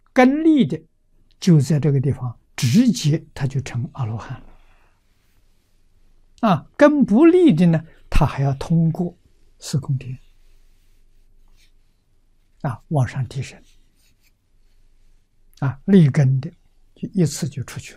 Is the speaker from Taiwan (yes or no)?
no; China